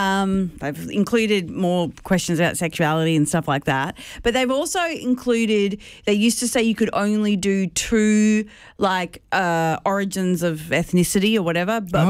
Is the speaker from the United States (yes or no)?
no; Australia; No, very Australian. I'm just Australian. Like, I'm born here.